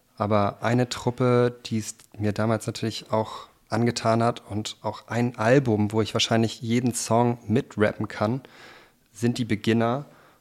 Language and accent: German; Hamburg, Germany; Ich komme eigentlich aus Hamburg und meine Jugend bzw. auch meine Kindheit schon wurden natürlich durch die deutsche Hip-Hop-Szene in Hamburg massiv geprägt.